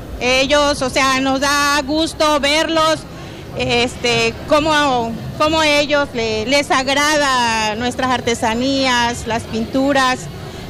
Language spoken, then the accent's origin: Spanish; Paraíso, Tabasco, Mexico; soy nativa del municipio de Paraíso.